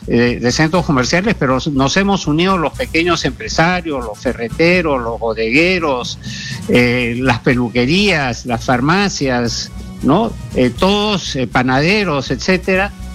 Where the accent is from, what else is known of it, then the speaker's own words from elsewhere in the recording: Peru; No puede ser pues que todos somos peruanos, todos estamos metidos en el mismo barco, ¿no?